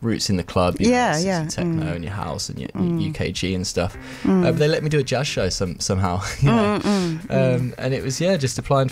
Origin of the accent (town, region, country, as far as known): Northampton, East Midlands, United Kingdom